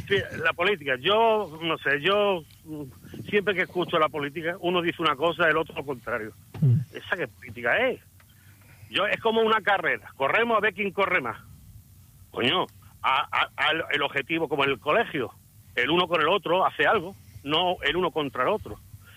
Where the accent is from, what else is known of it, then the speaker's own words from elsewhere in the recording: Melilla, Spain; que soy de aquí de Melilla